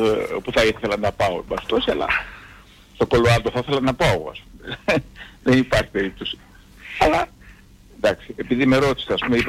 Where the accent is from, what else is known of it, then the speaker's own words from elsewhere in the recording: Athens, Attica, Greece; now in Amfissa, Greece; Είμαι εδώ στην περιοχή της Φωκίδας τα τελευταία 28 χρόνια. Είμαι ερωτικός μετανάστης από την Αθήνα, εν πάση περιπτώσει.